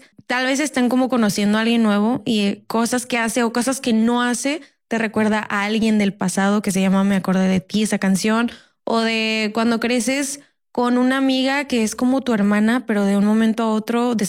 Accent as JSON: {"language": "Spanish", "town": "Monterrey", "region": "Nuevo León", "country": "Mexico", "said": "soy de Monterrey, soy artista, cantante y compositora"}